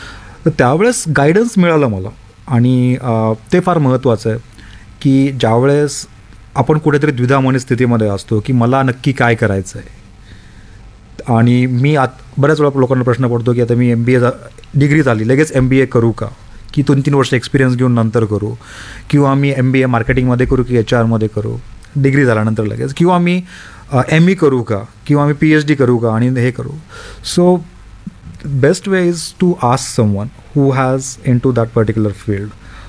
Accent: Latur, Maharashtra, India; moved away; also born or lived in Osmanabad; मी लातूरचं आहे.

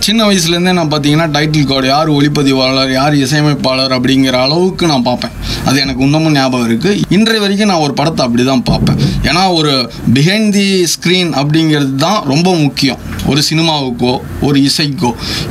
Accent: Chinna Kollapatti, Tamil Nadu, India; என்னோட ஊர் வந்து சின்ன கொல்லப்பட்டி, அடிவாரம் ஏற்காடு செல்லும் வழியில நான் பிறந்து வளர்ந்தேன்.

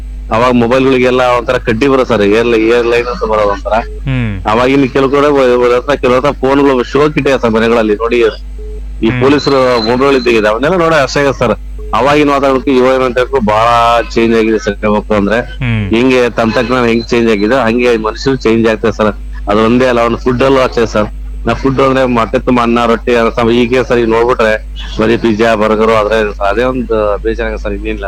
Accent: Karnataka, India; ನಾವು ಉತ್ತರ ಕನ್ನಡ ಕಡೆ ಈ ಕಡೆ ಶಿರಾಪುರ ಕಡೆ

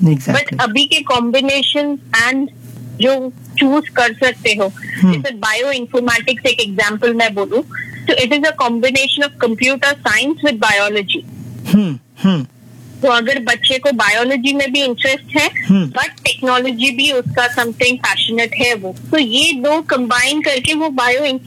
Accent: Mumbai, Maharashtra, India; मैं अमची मुंबई से हूँ।

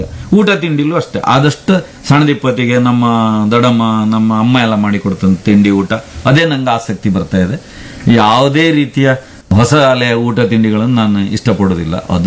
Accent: Karnataka, India; born there; moved away as an adult; also born or lived in Delhi / Bangalore; ಹುಟ್ಟಿದಲ್ಲಿಗೆ ವಾಪಸ್ ಬಂದಿದ್ದೇನೆ, ಅದೇ ನಮ್ಮನೆ ಆಯ್ಕಂತ ಇದೇನು.

